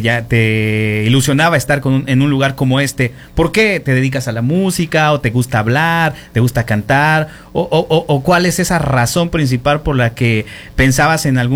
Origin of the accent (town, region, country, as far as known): Mexico